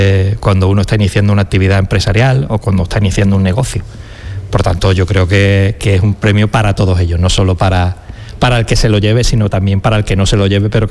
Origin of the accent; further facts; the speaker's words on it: Cádiz, Andalusia, Spain; Yo soy gaditano, como todo el mundo sabe, pero he veraneado en Huelva también.